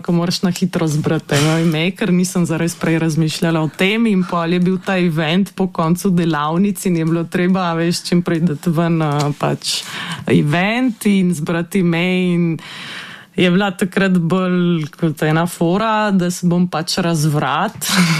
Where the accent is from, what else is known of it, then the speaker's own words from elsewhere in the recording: Trieste, Friuli-Venezia Giulia, Italy; moved away as an adult; now in Ljubljana, Slovenia; ker sem se preselila v Ljubljano in oni imajo vaje v Trstu, ker sem iz Trsta doma.